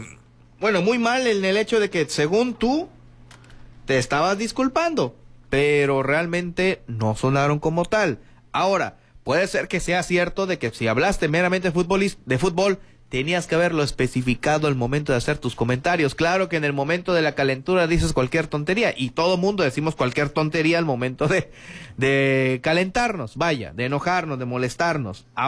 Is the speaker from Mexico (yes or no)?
yes; Mexico; los mexicanos, o sea, nosotros